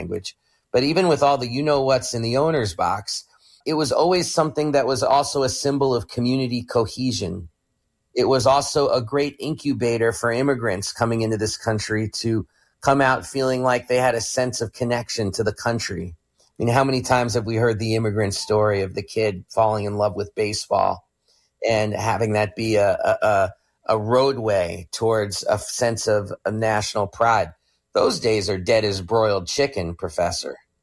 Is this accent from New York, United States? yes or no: yes; New York City, New York, United States; I'm from New York City.